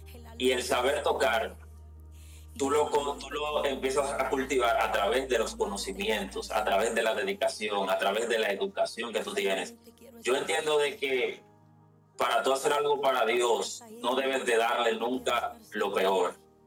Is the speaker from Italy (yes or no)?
no; Dominican Republic; nosotros, gracias a Dios, nacimos en el Evangelio. Estamos, como decimos aquí en Dominicana, bregando con música desde pequeño.